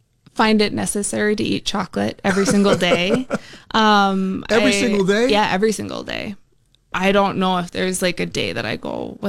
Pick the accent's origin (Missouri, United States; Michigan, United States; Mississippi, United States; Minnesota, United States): Minnesota, United States; born or raised there